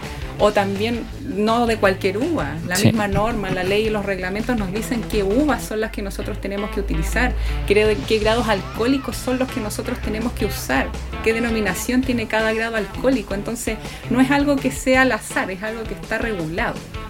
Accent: Chile; nosotros como chilenos

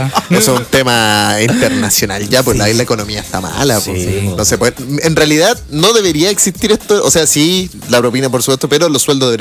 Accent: Chile; Yo soy chileno, pues, güey, yo soy chileno.

